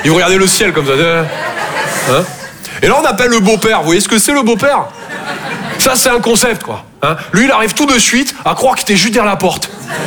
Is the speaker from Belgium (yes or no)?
no; Toulouse, Occitanie, France; Je viens de Toulouse, à la base. Ouais, ça s'entend un peu, ouais. Bah, mon accent, c'est vraiment comme mon sexe.